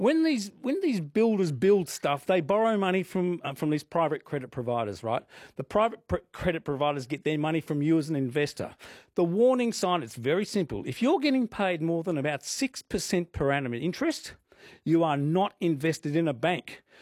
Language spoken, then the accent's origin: English; Australia; We are Australian. I am, you are. We are Australian.